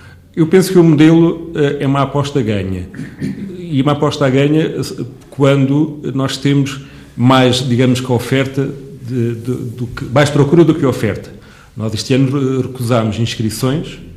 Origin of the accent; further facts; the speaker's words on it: Soalheira, Castelo Branco, Portugal; quando nós dizemos que somos da Soalheira, toda a gente diz a terra do queijo ou a terra do bom queijo